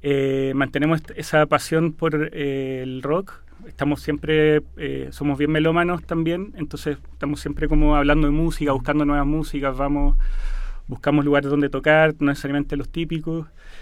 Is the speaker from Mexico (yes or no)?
no; Chile; En el fondo, igual somos una banda súper chilena, somos todos chilenos, no renegamos de eso, pero sí tenemos antecedentes familiares de otros países